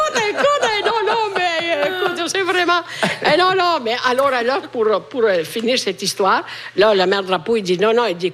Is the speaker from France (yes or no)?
no; Italy; Chez nous, en Italie, il fait chaud.